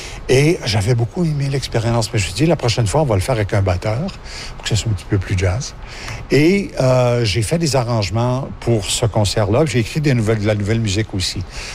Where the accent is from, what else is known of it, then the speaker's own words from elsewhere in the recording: L'Isle-Verte, Quebec, Canada; also born or lived in Saint-Éloi; Je suis attaché au bas du fleuve, moi. Je suis originaire de Saint-Éloi. Je suis né à Saint-Éloi. J'ai grandi à l'Île-Verte, mais parti très, très jeune.